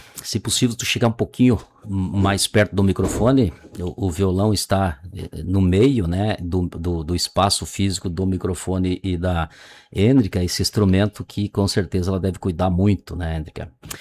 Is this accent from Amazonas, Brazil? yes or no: no; Rio Grande do Sul, Brazil; gaúchos aqui do Rio Grande e somos brasileiros.